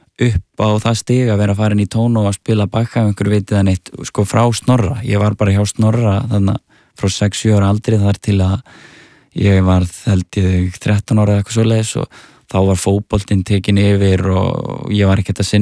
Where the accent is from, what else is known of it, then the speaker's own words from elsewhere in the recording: Reykjavík, Capital Region, Iceland; svo er ég náttúrulega alveg upp í Árbæ þannig að … voru miklar hetjur og svona þetta íslenska rap svona í kringum hrunið.